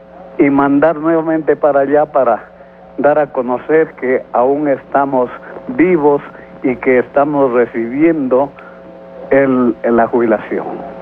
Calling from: Ecuador

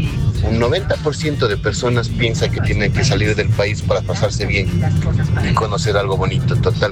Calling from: Ecuador

